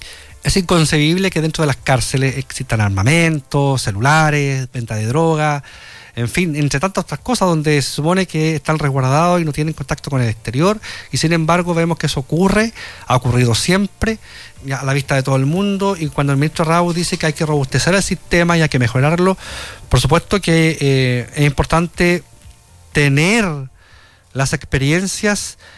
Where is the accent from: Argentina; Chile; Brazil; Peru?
Chile